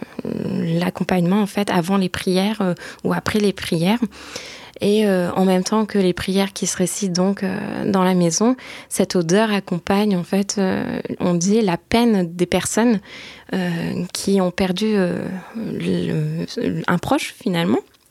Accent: Turkey; moved away; dans la culture où j'ai grandi, en fait, dans mon pays d'origine qui est la Turquie

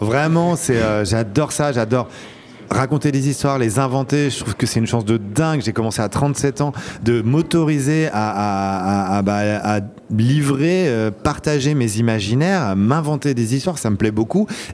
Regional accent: Pays de la Loire, France; moi je viens du Maine-et-Loire

